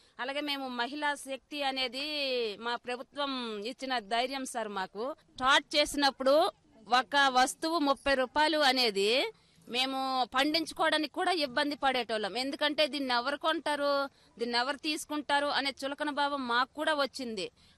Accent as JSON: {"language": "Telugu", "area": "Parvathipuram Manyam district", "region": "Andhra Pradesh", "country": "India", "said": "మాది పార్వతీపురం మన్యం జిల్లా. … మేము ఒక ఫార్మర్స్ సార్. మేము అంటే మిల్లెట్స్ పండించే రైతులము, ఒక గిరిజన నిరుపేద కుటుంబం నుంచి వచ్చిన రైతులం సార్."}